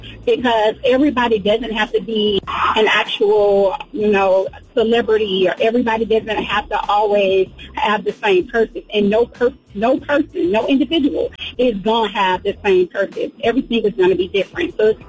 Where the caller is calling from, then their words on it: Atlanta, Georgia, United States; I'm calling from Atlanta, Georgia.